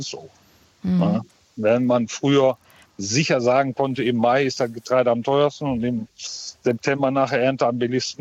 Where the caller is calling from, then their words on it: North Rhine-Westphalia, Germany; Wir kommen jetzt hier aus dem Rande vom Ruhrgebiet.